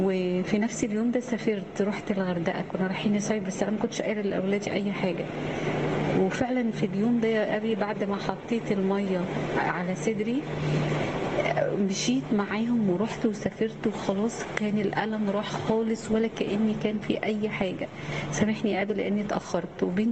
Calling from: Cairo, Cairo Governorate, Egypt; أنا بنتك من القاهرة،

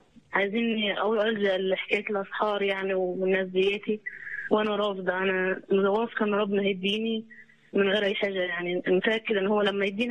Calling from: Asyut, Asyut Governorate, Egypt; من اسيوط.

